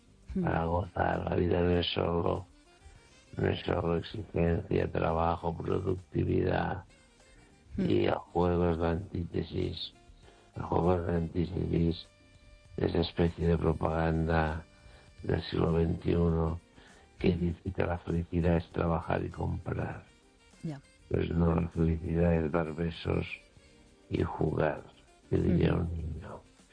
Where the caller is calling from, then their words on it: Ourense, Galicia, Spain; de Orense.